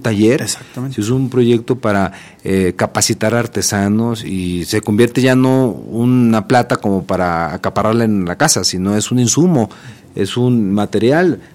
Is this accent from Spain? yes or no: no; Zacatecas, Mexico